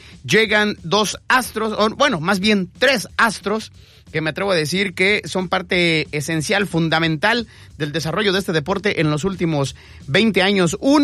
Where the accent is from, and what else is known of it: Mexico